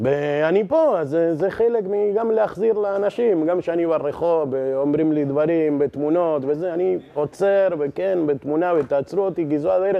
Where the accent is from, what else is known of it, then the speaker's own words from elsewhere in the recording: Argentina; now in Israel; אני גדלתי בארגנטינה.